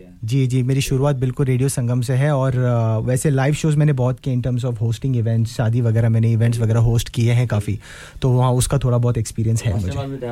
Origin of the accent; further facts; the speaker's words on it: Dubai, United Arab Emirates; moved away as an adult; now in United Kingdom; और 36-37 years मैं Dubai में था, पला बड़ा, मैं, मेरी पैदाइश वहीं की है। फिर उसके बाद यूके आके मुझे हो गए हैं तकरीबन 6 साल अभी।